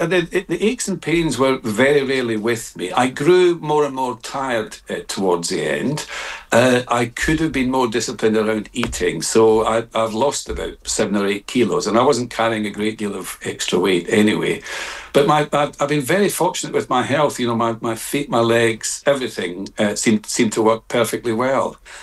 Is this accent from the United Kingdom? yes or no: yes; Scotland, United Kingdom; now in South of England, United Kingdom; into my home country of Scotland